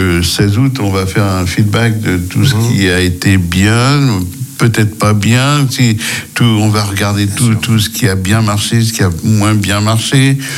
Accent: Martinique; je viens de Martinique.

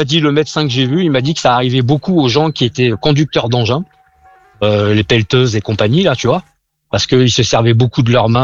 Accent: Limoges, Nouvelle-Aquitaine, France; Je suis de Limoges et la maladie, elle est de Limoges.

